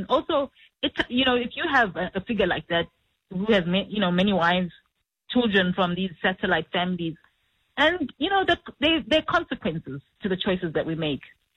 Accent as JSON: {"language": "English", "region": "Bulawayo", "country": "Zimbabwe", "tie": "born or raised there", "second_language": "English", "said": "So I'm a Zimbabwean. And I grew up in Bulawayo. I was raised in a very conservative Catholic home. And when I started working and my first job in Harare"}